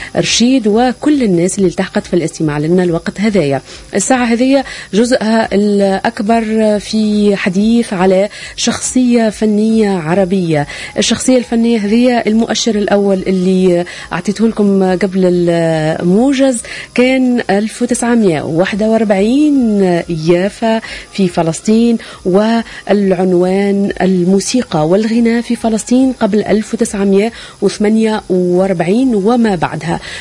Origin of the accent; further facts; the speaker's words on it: Tunisia; عندنا في تونس